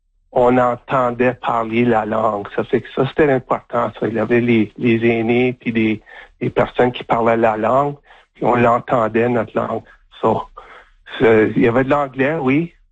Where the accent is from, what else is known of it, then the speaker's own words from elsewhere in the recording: Saint-Ambroise, Manitoba, Canada; Mais ma langue à moi, mes parents, ça parlait le français. Mon père était Michif. Et puis j'ai grandi je suis né à Saint-Ambroise, c'est le lac Manitoba.